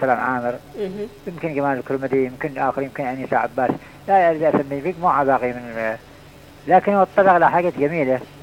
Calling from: Aden, Yemen; عندنا في عدن المنتديات الثقافية

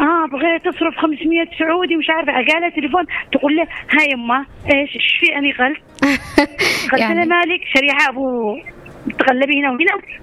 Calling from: Aden, Yemen; accent: Adeni; أنا اعتز أني رحت لما بريطانيا أنا اعتز كلامي العدني. نحن العدنيين مميزين

